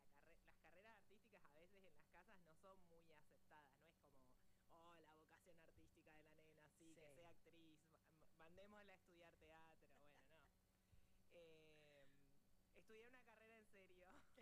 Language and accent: Spanish; Río Negro, Argentina; moved away; de la región sur, de Veña Sur de Río Negro, que es un lugar muy conocido. O sea, mi pueblo fue muy famoso, bueno, supongo que por varias cosas, se filmaron películas